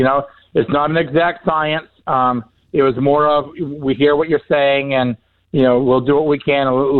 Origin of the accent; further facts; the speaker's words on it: Keene, New Hampshire, United States; I was born and raised in Keene. I was brought up here. This is my hometown.